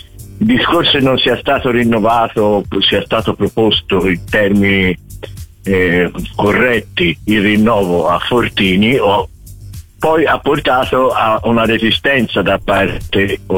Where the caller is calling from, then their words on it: Florence, Tuscany, Italy; noi purtroppo siamo fiorentini